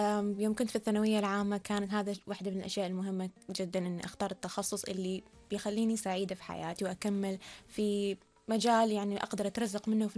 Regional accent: Oman; هويتي كعمانية.

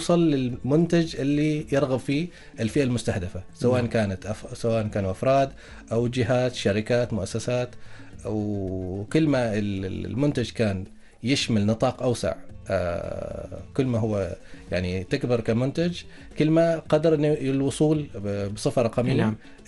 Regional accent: Oman; لنا نحن كعمانيين

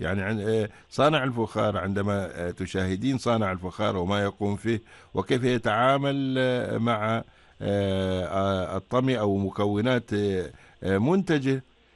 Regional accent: Oman; إحنا كعمانيين

